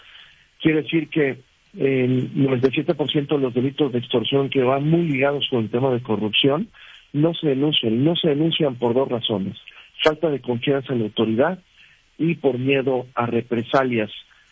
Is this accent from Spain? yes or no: no; Mexico